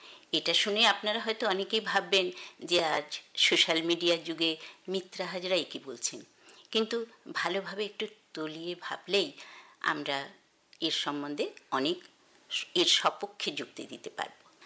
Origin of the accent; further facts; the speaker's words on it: Kolkata, West Bengal, India; now in Chaibasa, India; ছোটবেলায় যখন রেডিও শুনতাম তখন যেহেতু আমি কলকাতায় বড় হয়েছি, ওই কলকাতা কেন্দ্রের শিশু মহল, গল্প দাদুর আসর